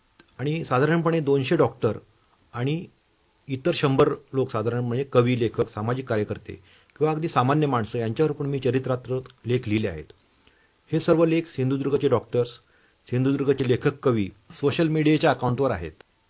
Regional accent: Naradwe, Maharashtra, India; माझे बालपण मालवणी मुलखातील कणकवली तालुक्यातील नरडवे या निसर्गरम्य गावामध्ये गेले.

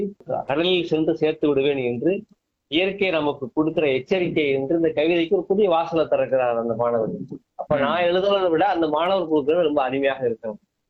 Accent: Tamil Nadu, India; born there; also born or lived in Rajapalayam; ஆனா சிவேரியிலேயே பிறந்தேன், அங்கேயே படித்து அங்கேயே வளர்ந்திருந்தால் நிச்சயமாக கூத்தை எழுதியிருக்க மாட்டேன் நான். அந்த சிவேரியை விட்டு பஞ்சம் விளைப்பதற்காக அப்பா அம்மா காலத்திலேயே ராஜபாளையத்துக்கு வந்துட்டோம்.

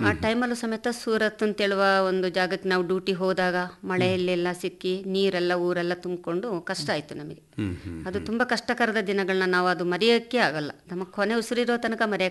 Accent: Kodagu, Karnataka, India; born there

